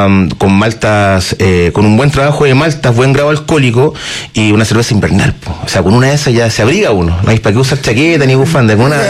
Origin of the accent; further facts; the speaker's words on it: Concepción, Biobío, Chile; Sí, porque yo soy de Concepción, del sur, y allá también se toma harta malta con huevo.